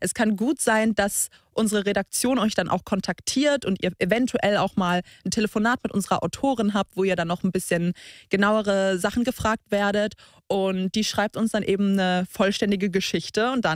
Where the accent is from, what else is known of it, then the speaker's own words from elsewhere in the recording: Karlsruhe, Baden-Württemberg, Germany; moved away as an adult; now in Cologne, Germany; Ich bin 24 und ich stehe dazu. Wir kommen ursprünglich beide aus Karlsruhe, beziehungsweise so Umgebung, und sind jetzt zusammen nach Köln gezogen, in unsere Traumwohnung.